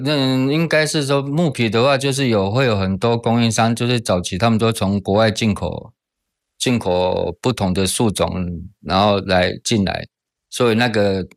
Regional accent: Taiwan; 我们台湾人其实就是去那边就当台干嘛

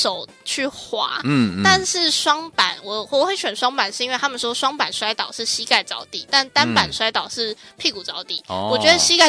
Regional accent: Taiwan; 我们从台湾。

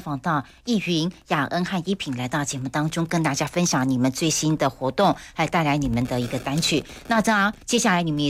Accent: Penghu County, Taiwan; born or raised there

